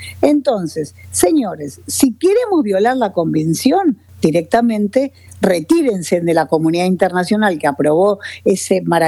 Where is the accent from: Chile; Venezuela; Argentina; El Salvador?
Argentina; Eso sucede en mi país, en la Argentina